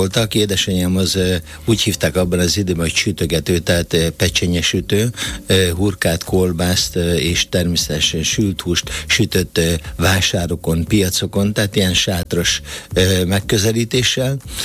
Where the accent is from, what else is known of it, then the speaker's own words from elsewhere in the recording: Jászkarajenő, Pest, Hungary; born there; ez nagyon vidék arra, ahol én születtem, ugye én Jászkari Jenőn születtem, és ott a környékben lévő falvakban dolgozott